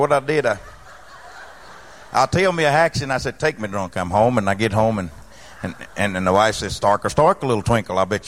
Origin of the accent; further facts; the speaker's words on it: Mississippi, United States; my home state of Mississippi